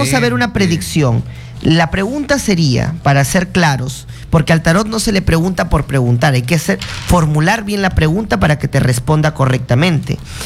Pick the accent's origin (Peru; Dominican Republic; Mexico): Peru; y hablo ahora como peruano, ¿no?